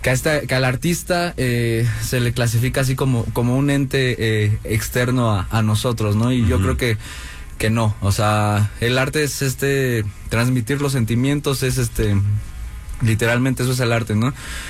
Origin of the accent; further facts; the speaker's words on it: Gustavo A. Madero, Mexico City, Mexico; yo crecí en la Gustavo Amadero, ¿no? Una colonia de por... una delegación de por acá